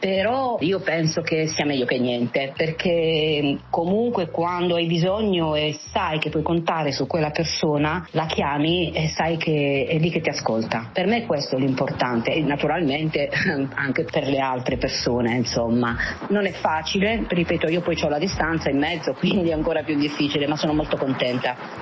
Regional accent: Taranto, Apulia, Italy; moved away as an adult; now in Ancona, Italy; chiamo da Ancona, ma sono di Taranto. A 30 anni mi sono dovuta trasferire

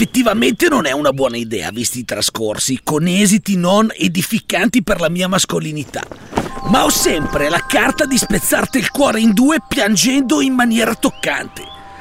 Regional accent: Varese, Lombardy, Italy; Uè, va che io sono di Varese, nato a Varese, vissuto a Varese, varesotto di generazione fino a perdita dei censimenti censibili.

